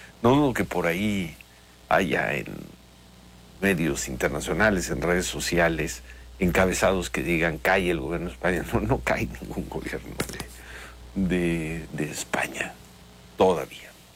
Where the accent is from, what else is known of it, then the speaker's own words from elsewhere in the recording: Mexico City, Mexico; now in Madrid, Spain; crecimos viendo campamentos, sí, en el Zócalo y por todos lados